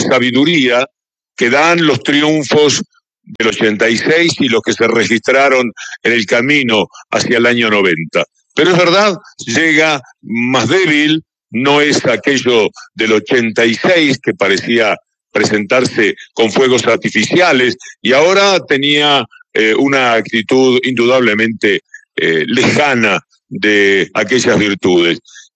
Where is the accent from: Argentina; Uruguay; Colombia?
Uruguay; Yo, en tanto argentino, soy uruguayo, pero en tanto argentino me planteo inmediatamente qué es lo que ha pasado.